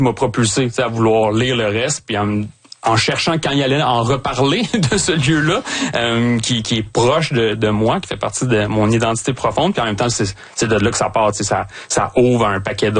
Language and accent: French; Montreal, Quebec, Canada; Moi, je viens de Pointe-aux-Trembles aussi. J'ai passé mon enfance, mon adolescence là.